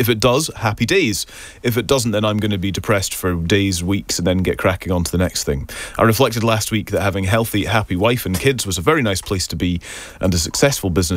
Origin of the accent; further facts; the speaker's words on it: Scotland, United Kingdom; because I'm from the Highlands